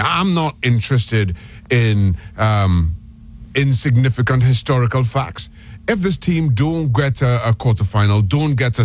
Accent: Trinidad & Tobago; And listen, I am not American. I grew up in Trinidad Tobago. I played my football there.

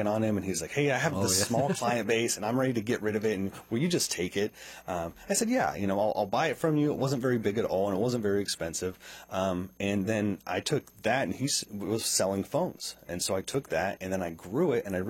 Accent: Strasburg, Missouri, United States; I say we're from Kansas City, but we're from a small 100 person town of Strasburg, Missouri, right?

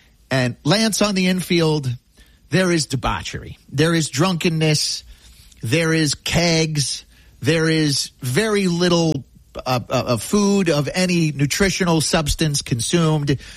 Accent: Denver, Colorado, United States; now in Cleveland, United States; I'm from Denver. I just am in Cleveland

